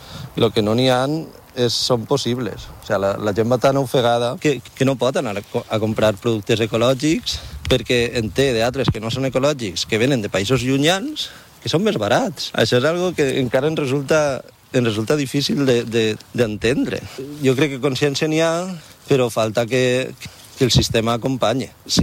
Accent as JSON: {"language": "Catalan", "town": "Oliva", "region": "Valencian Community", "country": "Spain", "said": "Nosaltres ara som d'Oliva i tenim les terres així."}